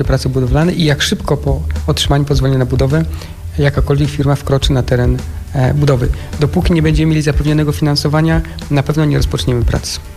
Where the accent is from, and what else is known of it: Poznań, Greater Poland Voivodeship, Poland; born or raised there